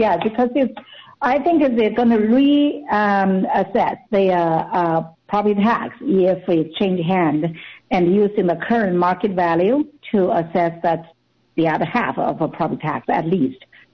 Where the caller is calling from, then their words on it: Capitola, California, United States; from Capitola. How are you?